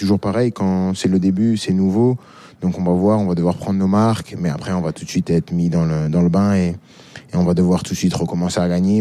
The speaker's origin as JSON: {"language": "French", "country": "France", "tie": "born or raised there"}